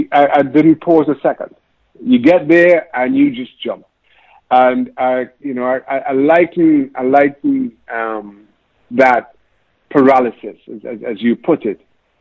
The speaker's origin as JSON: {"language": "English", "region": "Diego Martin", "country": "Trinidad & Tobago", "tie": "born or raised there", "said": "growing up in Trinidad, grew up in the Northwest, town called Diego Martin"}